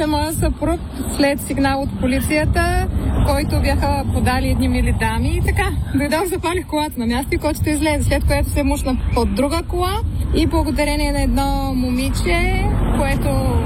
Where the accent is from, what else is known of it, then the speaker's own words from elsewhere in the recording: Greece; От Гърция.